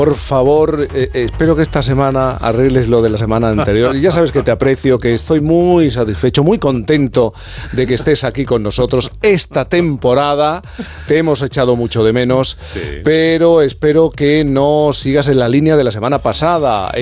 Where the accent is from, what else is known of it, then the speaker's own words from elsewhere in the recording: Jerez de la Frontera, Andalusia, Spain; si soy de la provincia, si soy de Jerez, si soy de la provincia de Cádiz, el salado es lo que me va a mí.